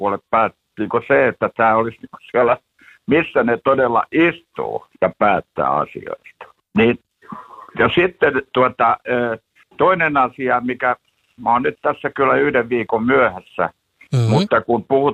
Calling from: Helsinki, Uusimaa, Finland; kun mä olen Helsingistä

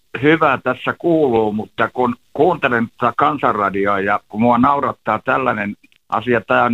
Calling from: Helsinki, Uusimaa, Finland; kun mä olen Helsingistä

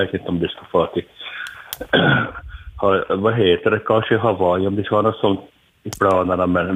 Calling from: Malax, Ostrobothnia, Finland; Jag var från Malax

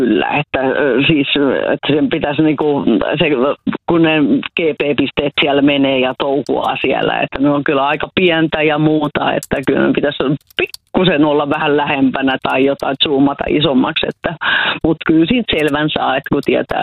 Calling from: Lahti, Päijät-Häme, Finland; mä oon Kumialta.

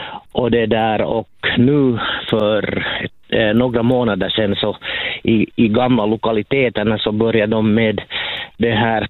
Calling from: Hindhår, Uusimaa, Finland; från Hindhår.

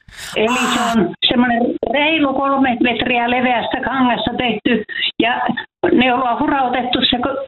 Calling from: Kemijärvi, Lapland, Finland; minä olen Kemijärveltä. Minä olen se mummo

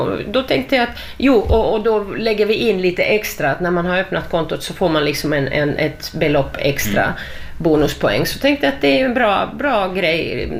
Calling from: Finland; Jag är finsk medborgare och vi har adressen här.

